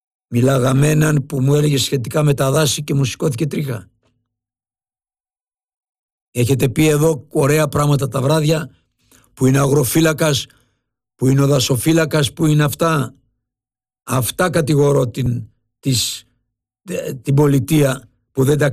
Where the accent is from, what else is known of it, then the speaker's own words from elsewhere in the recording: Lefkada, Ionian Islands, Greece; moved away; Να πήγα στα μέρη μας Βάσο.